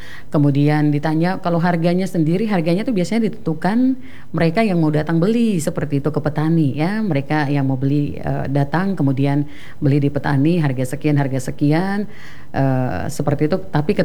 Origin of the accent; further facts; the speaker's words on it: Papua, Indonesia; karena memang kita Papua secara khusus, apalagi bagian timur